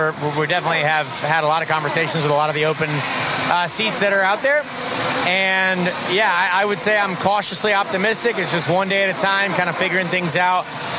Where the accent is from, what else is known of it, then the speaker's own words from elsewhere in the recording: Indianapolis, Indiana, United States; I love racing in Indy, so I love racing in front of my hometown.